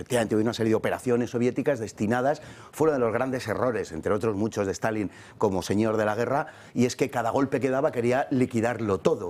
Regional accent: Spain; de una cierta importancia para nosotros porque somos españoles

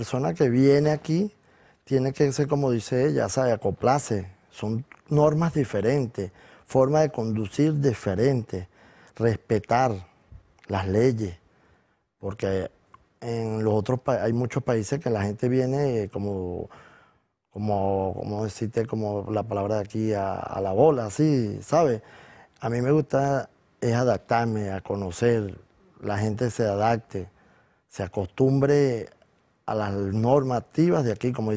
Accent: Venezuela; moved away as an adult; now in Alcorcón, Spain

